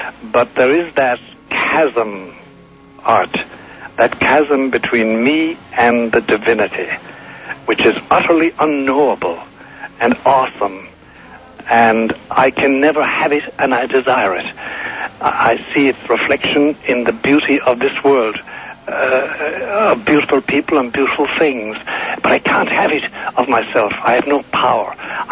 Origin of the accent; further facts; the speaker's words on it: Ireland; moved away; I come from Ireland, you know, and sometimes I must say, because I can being Irish